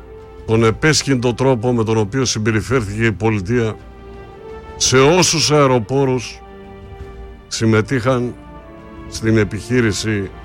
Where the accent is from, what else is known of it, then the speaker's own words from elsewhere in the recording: Greece; είμαι Έλληνας και δεν ξεχνώ την Κύπρο.